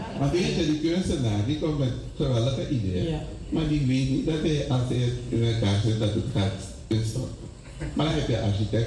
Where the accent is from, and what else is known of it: Suriname